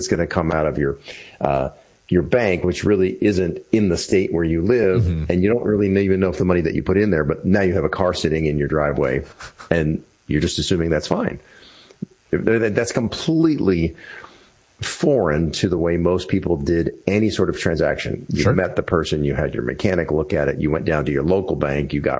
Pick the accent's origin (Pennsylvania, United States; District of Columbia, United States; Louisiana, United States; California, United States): District of Columbia, United States; Washington; I grew up in the Washington, D.C. area.